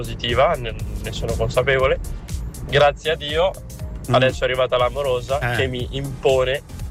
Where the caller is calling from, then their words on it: Nembro, Lombardy, Italy; da Nembro.